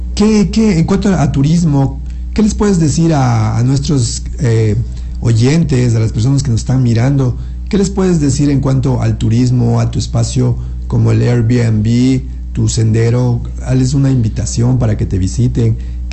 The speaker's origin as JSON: {"language": "Spanish", "country": "Ecuador", "said": "nosotros como ecuatorianos no lo valoramos en realidad"}